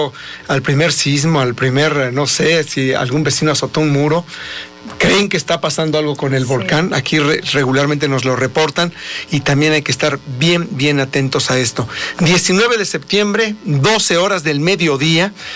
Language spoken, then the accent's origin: Spanish; Puebla, Mexico; nosotros como poblanos